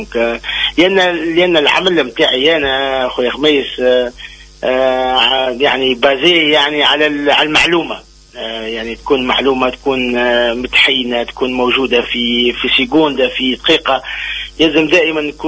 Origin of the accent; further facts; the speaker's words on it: southern Tunisia, Tunisia; moved away; ومرحبا بأهلي في الجنوب التونسي.